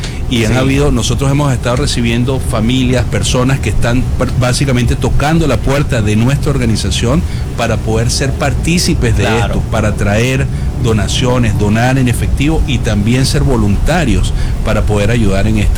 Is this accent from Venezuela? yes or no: yes; Caracas, Capital District, Venezuela; moved away; yo soy de esa área. Yo crecí en Caracas, ¿verdad? En Caracas, Venezuela, que fue afectado en parte, no tanto como La Guaira, pero La Guaira queda 40 minutos de donde es mi casa.